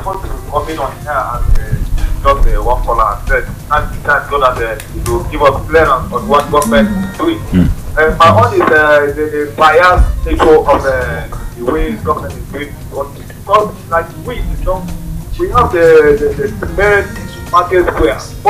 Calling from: Dong, Plateau, Nigeria; from Dong.

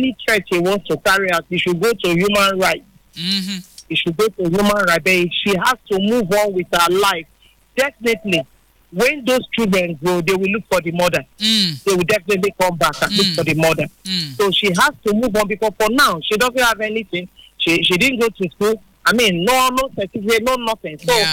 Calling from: Woji, Rivers, Nigeria; Yeah, I'm calling from Woji.

